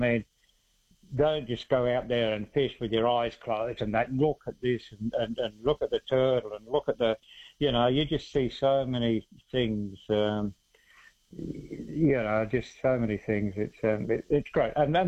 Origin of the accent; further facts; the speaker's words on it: New South Wales, Australia; So yeah, we grew up in the Illawarra, and I done all my fishing there.